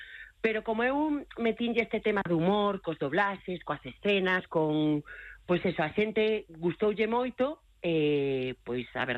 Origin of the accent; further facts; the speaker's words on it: Galicia, Spain; eu encantaríame ter ese recoñecemento que teño fora na miña terra, pero non pasou.